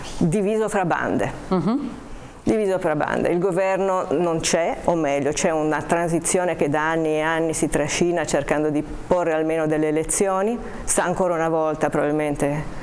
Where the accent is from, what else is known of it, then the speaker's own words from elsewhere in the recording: Genoa, Liguria, Italy; now in Haiti; io sono partita 25 anni fa da Genova, io sono una genovese che 25 anni fa ha, posso dire essere stata catapultata nello stesso posto dove Cristoforo Colombo, tanti anni prima, aveva messo piede. Io vivo ad Haiti